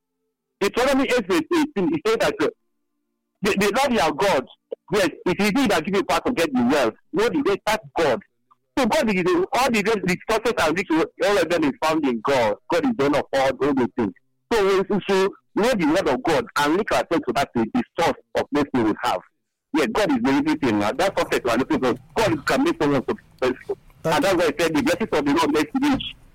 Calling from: Molo, Nakuru County, Kenya; I'm calling from Molo in the federal government area of Kenya.

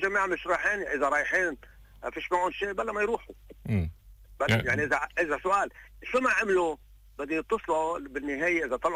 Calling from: South Lebanon, Lebanon; من الجنوب.

